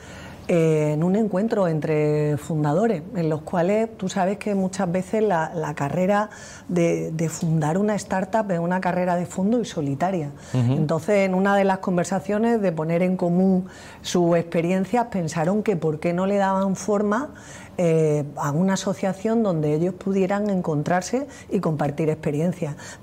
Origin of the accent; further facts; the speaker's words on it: Málaga, Andalusia, Spain; born there; Yo siempre digo que nací en Málaga, mi padre era de Jaén, mi madre de Granada, así que andaluza y andaluza oriental.